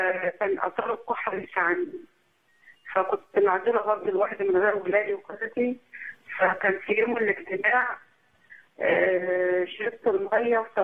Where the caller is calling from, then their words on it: Beni Suef, Beni Suef Governorate, Egypt; من بني سويف.